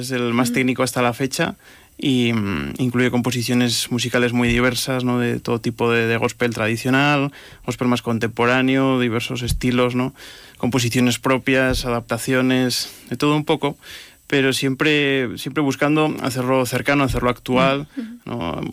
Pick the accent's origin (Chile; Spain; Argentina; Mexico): Spain; Navarre; nosotros, que claro, venimos de Navarra, también tierra de jotas